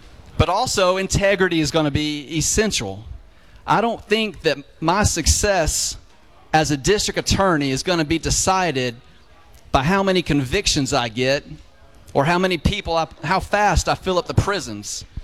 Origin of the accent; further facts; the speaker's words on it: Pilot Mountain, North Carolina, United States; now in Mount Airy, United States; Surrey County's been my home my entire life. I grew up in Pilot Mountain, and now I live in Mount Airy.